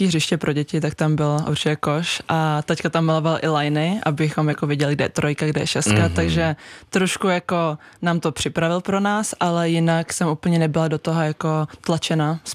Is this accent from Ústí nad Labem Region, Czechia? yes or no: no; Prague, Czechia; Jsem z Prahy, takže v Praze